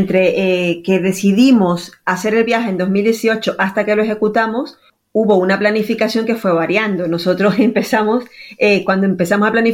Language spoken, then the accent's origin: Spanish; Venezuela; now in Spain; Yo soy de Venezuela, lo que pasa es que llevo muchos años aquí en España